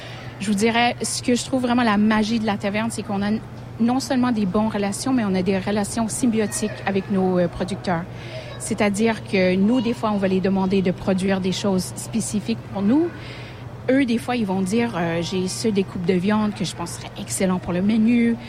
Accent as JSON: {"language": "French", "region": "Quebec", "country": "Canada", "said": "En tant que Québécois"}